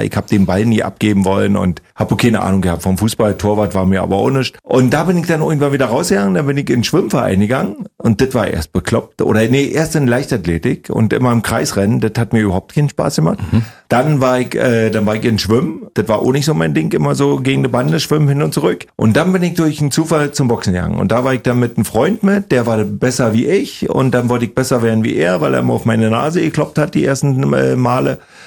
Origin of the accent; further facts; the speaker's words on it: Briesen, Brandenburg, Germany; also born or lived in Bad Saarow; Ich bin ja in Bad Saare geboren, dann in Briesen sozusagen groß geworden. Das ist gleich so ein Dorf daneben.